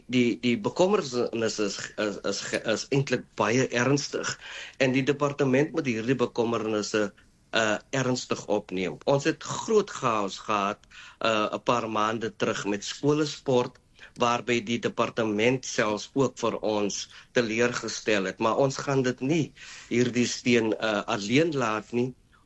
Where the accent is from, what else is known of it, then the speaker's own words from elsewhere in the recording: North West Province, North West, South Africa; ek is van Noordwes provinsie.